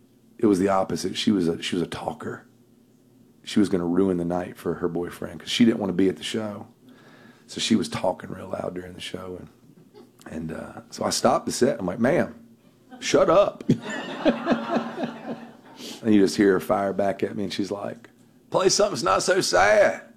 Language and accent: English; North Carolina, United States; Where I'm from, I'm a redneck from North Carolina. You don't keep dogs in your house.